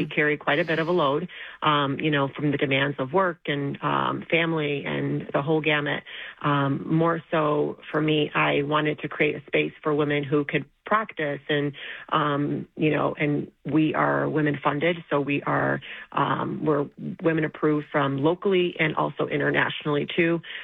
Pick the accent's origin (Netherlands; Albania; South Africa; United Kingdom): Albania; now in United States; Personally, myself, I am Albanian American, and my family and I immigrated here to the U.S. Altogether. We stayed in a refugee camp, and then we were sponsored in into the U.S.